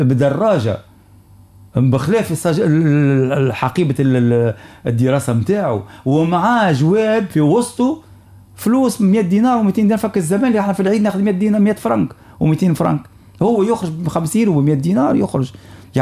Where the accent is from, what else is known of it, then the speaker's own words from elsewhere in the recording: Tunisia; عندنا في تونس